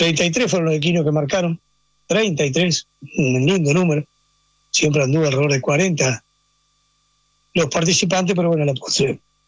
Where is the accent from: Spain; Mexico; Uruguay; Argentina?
Uruguay; somos uruguayos y la garra puede salir